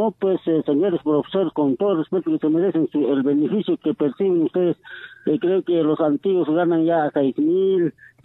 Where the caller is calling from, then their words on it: Cabanilla, Puno, Peru; Voy a llamar del distrito Cabanilla, provincia Lampa.